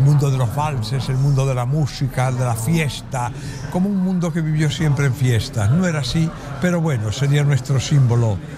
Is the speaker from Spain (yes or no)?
yes; Spain; Yo soy español